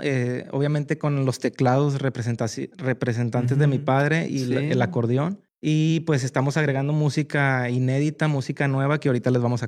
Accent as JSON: {"language": "Spanish", "region": "Nuevo León", "country": "Mexico", "lives_now": "United States", "said": "Soy totalmente regio, pero radico en los Estados Unidos, pero aquí soy totalmente regio."}